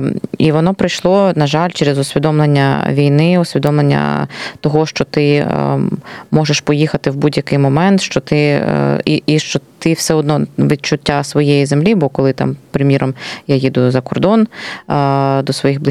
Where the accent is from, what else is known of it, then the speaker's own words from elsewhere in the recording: Luhansk Oblast, Ukraine; moved away; я родом з Луганщини